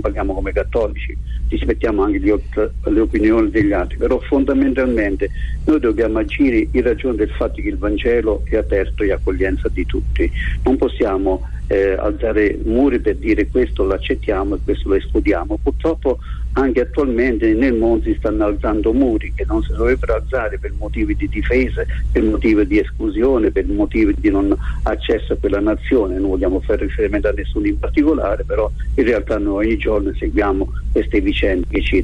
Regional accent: Airola, Campania, Italy; le suore del mio paese, Clarisse di Airola

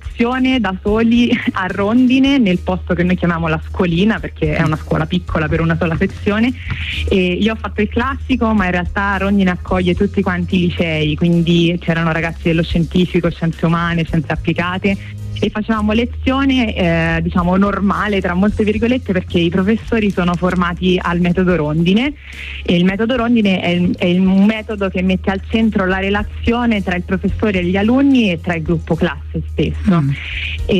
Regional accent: Rome, Lazio, Italy; io sono di Roma

